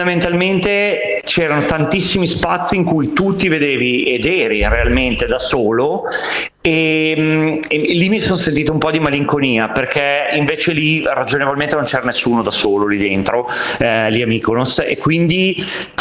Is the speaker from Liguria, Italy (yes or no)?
no; Bologna, Emilia-Romagna, Italy; a Bologna, chiaro che sì, io sono bolognese, abito lì, ho vissuto lì